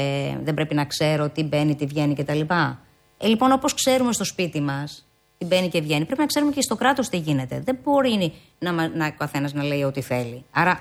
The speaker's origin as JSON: {"language": "Greek", "country": "Greece"}